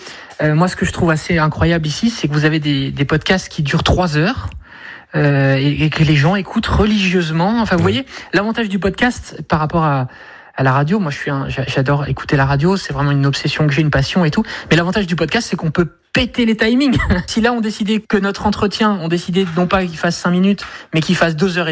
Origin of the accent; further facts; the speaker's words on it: France; now in United States; nous en tant que Français